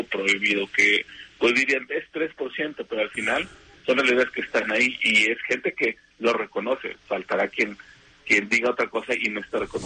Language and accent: Spanish; Mexico; así somos los mexicanos también.